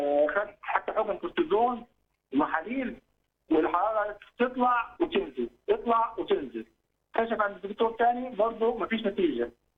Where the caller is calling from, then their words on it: Sohag, Sohag Governorate, Egypt; أنا من سوهاج